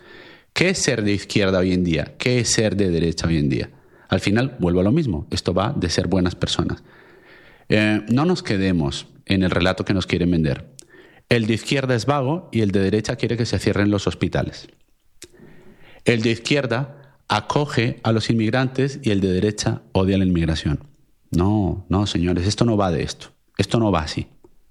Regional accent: Spain

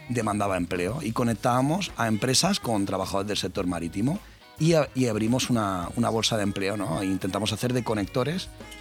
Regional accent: Benidorm, Valencian Community, Spain; hacer cosas por mi pueblo, Benidorm concretamente, en este caso ahora por la provincia de Alicante

